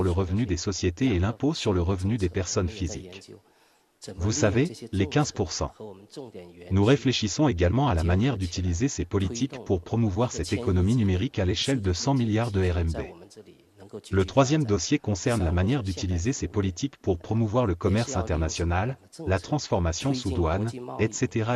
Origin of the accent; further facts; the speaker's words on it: Tanzania; Comme je viens de Tanzanie, la Tanzanie est un beau pays d'Afrique, le pays le plus touristique, le pays du parc national du Serengeti et du mont Kilimanjaro.